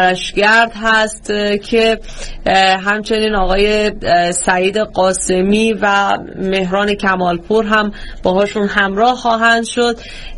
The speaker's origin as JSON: {"language": "Persian", "country": "Iran", "tie": "born or raised there", "said": "خصوصا من که در ایران بعد از انقلاب بزرگ شدم."}